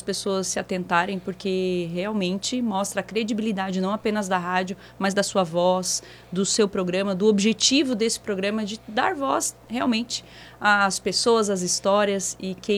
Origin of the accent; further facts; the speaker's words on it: Araranguá, Santa Catarina, Brazil; eu sou da região, apesar de nascer em Araranguá, nunca saí da região para atuar em outras regiões, porque me sinto bem, gosto da minha região